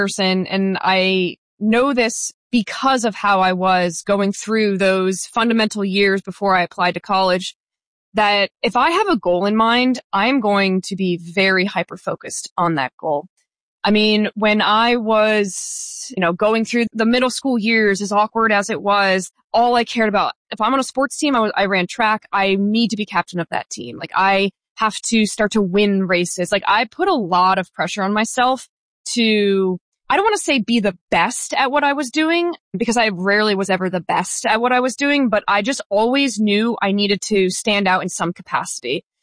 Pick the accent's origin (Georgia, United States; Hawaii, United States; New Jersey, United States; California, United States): New Jersey, United States; we grew up in New Jersey, only an hour away from the academy.